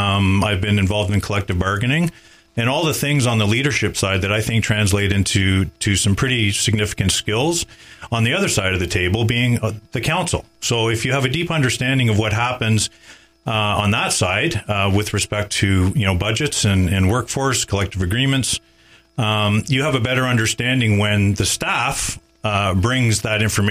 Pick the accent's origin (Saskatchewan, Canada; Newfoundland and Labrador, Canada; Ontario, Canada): Ontario, Canada; Toronto; now in Highlands East, Canada; I'm 61 years old. I was born and raised in Toronto. Spent my childhood in Toronto, my significant part of my municipal career in Toronto